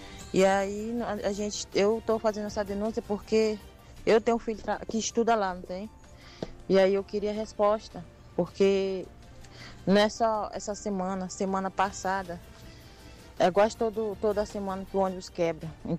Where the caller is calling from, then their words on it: Mucajaí, Roraima, Brazil; Eu sou daqui da Vila Samaúma, vicinal 6.